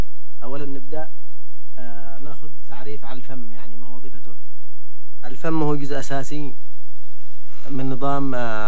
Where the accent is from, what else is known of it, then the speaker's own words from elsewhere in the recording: Yemen; احنا كمجتمع يمني معنا عدة أسباب غير حق العالم